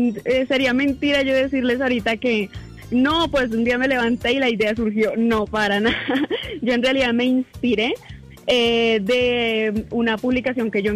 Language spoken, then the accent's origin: Spanish; Morales, Bolívar, Colombia; now in Bogotá, Colombia; Yo soy de mi amado y hermoso bello pueblo, se llama Morales Bolívar, queda en el sur de Bolívar